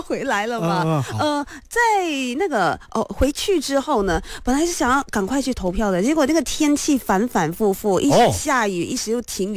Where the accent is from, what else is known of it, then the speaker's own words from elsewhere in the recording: Johor Bahru, Johor, Malaysia; moved away as an adult; now in Klang Valley, Malaysia; 所以整个像我的家乡新山了，一直都在堵车